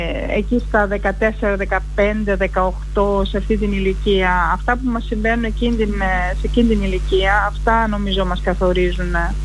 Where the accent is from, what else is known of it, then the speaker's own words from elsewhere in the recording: Germany; moved away as an adult; also born or lived in Denmark / South Africa / London; now in Thessaloniki, Greece; Παρόλο που γεννήθηκα και μεγάλωσα στη Γερμανία και έζησα και πολλά χρόνια εκεί και πήγα εκεί στο σχολείο